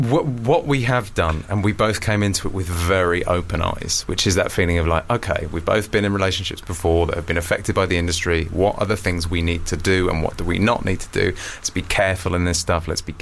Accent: Wales, United Kingdom; I'm Welsh.

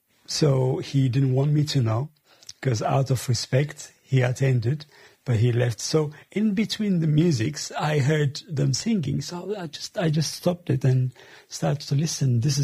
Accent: Addis Ababa, Ethiopia; also born or lived in Jimma; now in United Kingdom; So I was born in a place called Jimma, which is, I think, 300 kilometers outside of Addis, the capital city. But I grew up in Addis, in the capital, until I came to Britain.

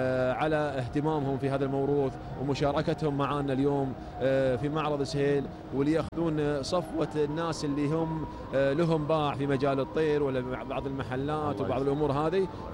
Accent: Qatar

